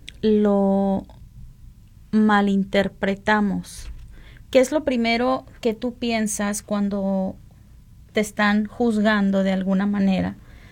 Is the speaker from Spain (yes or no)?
no; Sonora, Mexico; los que somos de Sonora